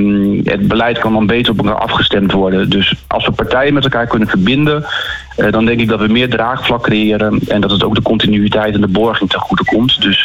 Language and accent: Dutch; Groningen, Netherlands; born or raised there; also born or lived in Friesland; now in Utrecht, Netherlands